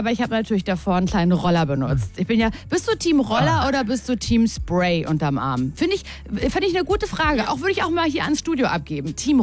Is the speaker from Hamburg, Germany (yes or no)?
no; Mecklenburg-Vorpommern, Germany; moved away; Ich bin von ganz weit weg. Ich komme eigentlich aus Mecklenburg-Vorpommern. Das ist ein Bundesland, mit dem habt ihr wahrscheinlich wirklich überhaupt nichts am Hut.